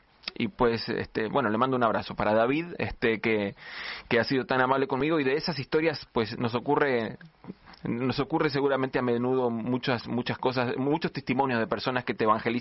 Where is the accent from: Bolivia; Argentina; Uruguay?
Argentina; acentos resultan en este acento tan complejo. Sí. Confuso que traigo, que nunca nadie identifica que soy argentino.